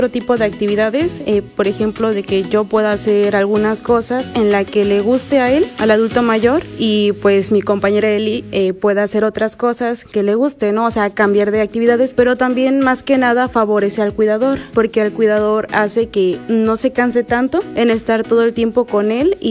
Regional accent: Atlapexco, Hidalgo, Mexico; Yo estuve en el pueblo de donde soy, del Mirador Atlapesco Hidalgo

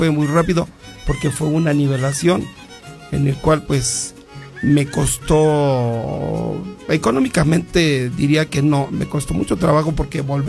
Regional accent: Actopan, Hidalgo, Mexico; Soy originario de Actopan, maestro jubilado también, y dirijo una compañía de danza folclórica en Actopan, Hidalgo.

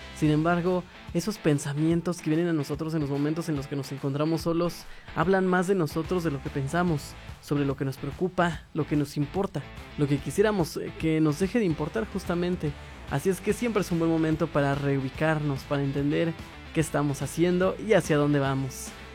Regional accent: Pachuca, Hidalgo, Mexico; Yo soy de aquí de Pachuca.

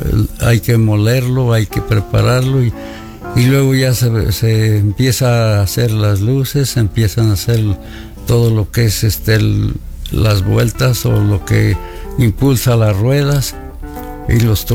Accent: Cazotitlán, Hidalgo, Mexico; moved away as an adult; also born or lived in Zacatlán; now in San Bartolo, Mexico; Pero yo no soy de aquí, soy de Cazotitlán, Hidalgo.

